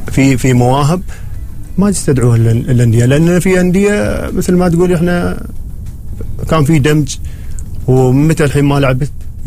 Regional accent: Oman; عندنا في عمان المهاجمين يعني ما شاء الله يعني.

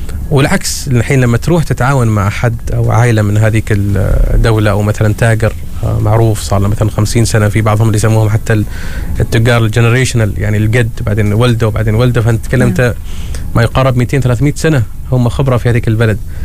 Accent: Oman; ونحن كشباب عمانيين

